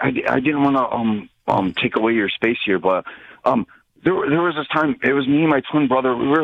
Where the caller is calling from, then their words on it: Wisconsin, United States; That's where I'm from. Hey, you know what? I live in a little community called Hartford. It's a half hour outside of Milwaukee